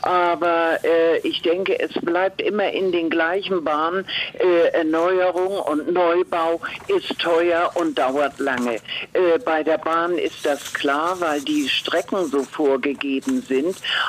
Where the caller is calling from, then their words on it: Lübeck, Schleswig-Holstein, Germany; leider muss ich sagen aus Lübeck